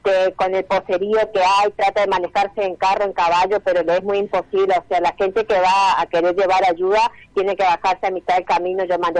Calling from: Argentina; Yo soy de Villa Prosperidad

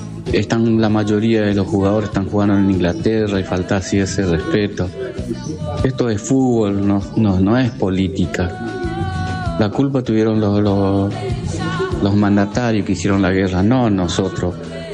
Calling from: Lomas de Zamora, Buenos Aires Province, Argentina; Buenos días, los escucho todos los días. … de Lomas Zamora.

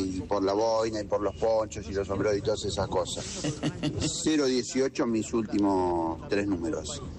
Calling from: Ciudad Evita, Buenos Aires Province, Argentina; acá de Ciudad de Vita La Matanza

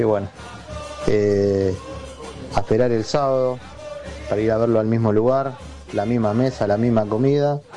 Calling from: Temperley, Buenos Aires Province, Argentina; de Temperley.

